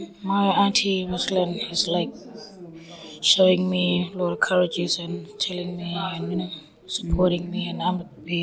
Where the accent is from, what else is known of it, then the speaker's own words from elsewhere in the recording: Yalata, South Australia, Australia; also born or lived in Port Augusta; And my grandmother is from here, Port Augusta, from my father's side. But I grew up in Yalata with my grandfather's side, from my father, and also my mum's family.